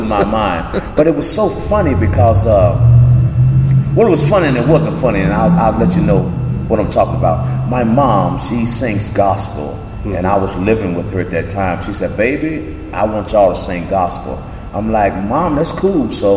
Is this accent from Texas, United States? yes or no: no; East St. Louis, Illinois, United States; born and raised in East St. Louis, Illinois.